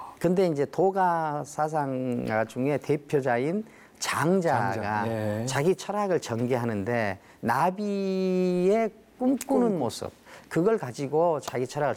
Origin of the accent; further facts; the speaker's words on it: Hampyeong, South Jeolla, South Korea; 저는 그 지역 감정이 좀 강한 사람입니다. 그래서 제 고향을 사랑해요. 저는 한평을 사랑합니다.